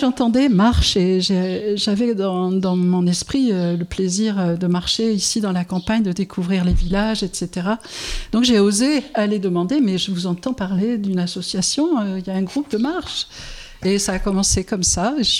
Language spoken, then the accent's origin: French; Normandy, France; Et puis je suis originaire de la Normandie.